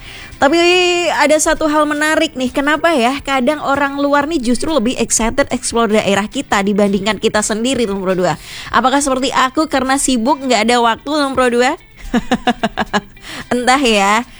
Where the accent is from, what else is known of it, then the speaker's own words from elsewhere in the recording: Jember, East Java, Indonesia; aku, warga Jember, warga Tapal Kuda, tapi belum kemana-mana